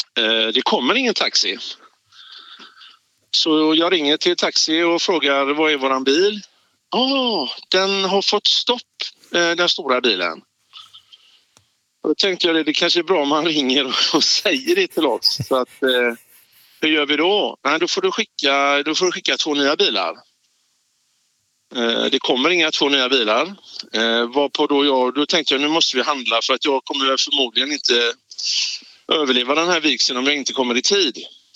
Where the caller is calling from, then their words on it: Gothenburg, Västra Götaland County, Sweden; bor man inte i Göteborg så förstår man ju inte vilket kaos vi har där